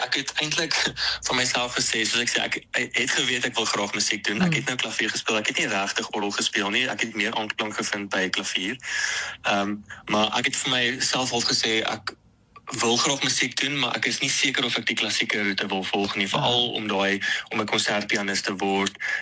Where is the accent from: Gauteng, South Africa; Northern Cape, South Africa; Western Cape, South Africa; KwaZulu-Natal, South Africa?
Gauteng, South Africa; Pretoria; Okay, so ek is gebore in Pretoria. Ek het groot geword in die Moot area en my pa was vir baie jare orrelis gewees in die kerk.